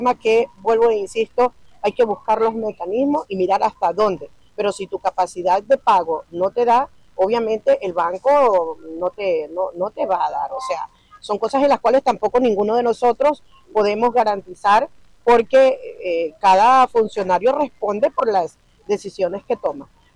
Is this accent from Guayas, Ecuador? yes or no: no; Manabí, Ecuador; más allá de ser una gobernadora, soy una manabita